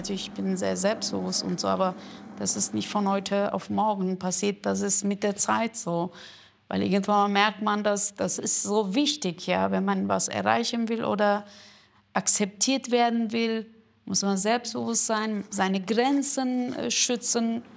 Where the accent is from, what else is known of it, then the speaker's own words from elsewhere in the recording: Turkey; Vor allem die Frauen aus der Region, wo ich herkomme. Wir sind sehr fleißig und wir sind auch sehr stark.